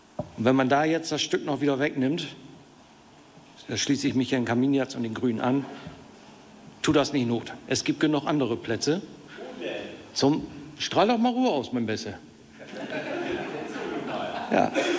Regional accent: Bremerhaven, Bremen, Germany; ich bin ja in Leide groß geworden, beziehungsweise Altleide, und es war früher eine Lotscheweg und überall sehr schön viel Grün

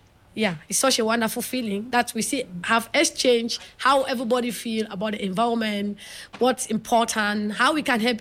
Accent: West, Cameroon; first language Bangante; English is a second language; And Bamana is the language of the mother of my father. And Bangante, I spoke Bangante. Bangante is my mother language.

